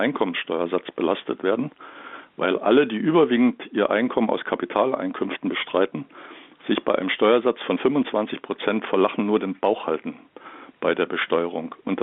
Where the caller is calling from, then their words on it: Dresden, Saxony, Germany; Bauer aus Dresden